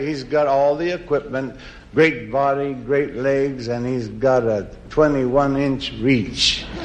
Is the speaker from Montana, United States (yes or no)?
no; New York City, New York, United States; I'm very proud to be here because as a kid growing up in Spanish Harlem, I used to watch Muhammad Ali on TV all the time.